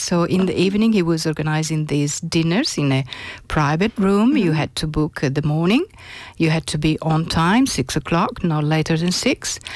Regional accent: Italy; accent: Italian; English is a second language; moved away as an adult; also born or lived in Milan; I was living in Italy. Obviously, probably you understood from my accent. So I was living in Italy, in Milano

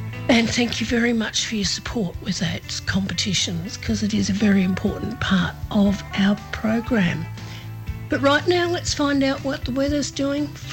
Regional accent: Horsham, Victoria, Australia; broadcasting from my hometown of Horsham in Western Victoria.

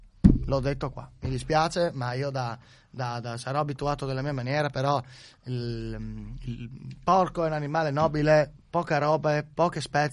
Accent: Friuli-Venezia Giulia, Italy; moved away; io da friulano mi sento di dover da dire forza Friuli

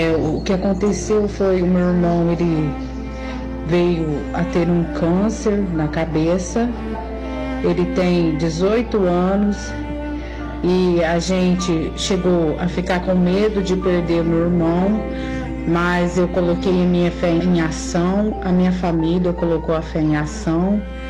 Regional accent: Mococa, São Paulo, Brazil; Sou da cidade de Mococa e eu quero cumprimentar todos os irmãos

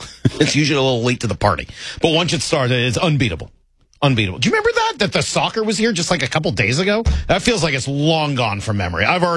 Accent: Northeast, United States; now in Seattle, United States; I grew up in the Northeast. I like a hot, humid summer.

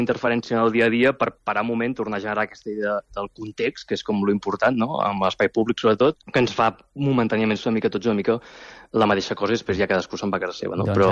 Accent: Mataró, Catalonia, Spain; I jo, que sóc de Mataró i hem amat pirotècnia des de ben petit

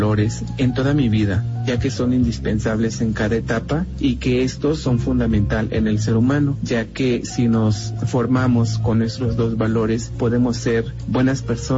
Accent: Motitla, Hidalgo, Mexico; de la comunidad de Motitla, de este municipio de Huejutla de Re

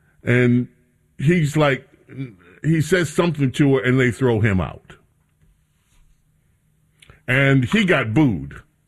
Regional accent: New York City, New York, United States; When I was growing up in St. Albans, Queens, New York, part of Jamaica, New York, we used to go play basketball.

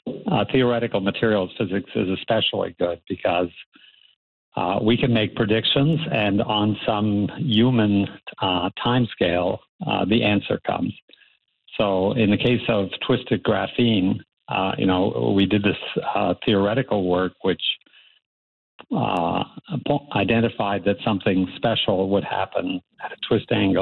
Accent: Antigonish, Nova Scotia, Canada; moved away as an adult; also born or lived in Toronto; So I grew up in the town of Antigonish, Highland Drive.

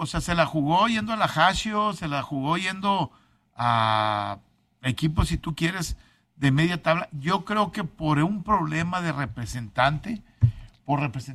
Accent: Mexico; Como mexicano, gracias por todo lo que le dio a la selección.

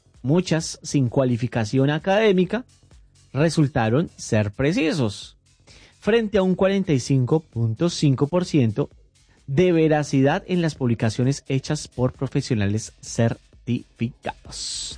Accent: Colombia; soy colombiano, me encanta la buena música

